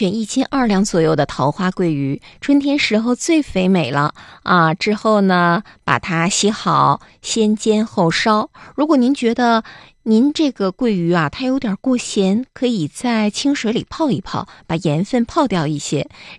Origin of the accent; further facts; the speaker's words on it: Northeast China, China; 这盐碎咱们东北人其实就是香菜啊，南方人愿意叫盐碎